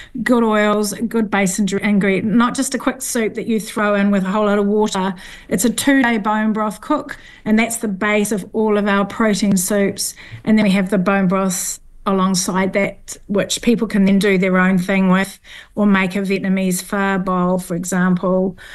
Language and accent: English; Northland, New Zealand; From a foodie family background, growing up in the Bay of Islands, we grew everything. We fished every day.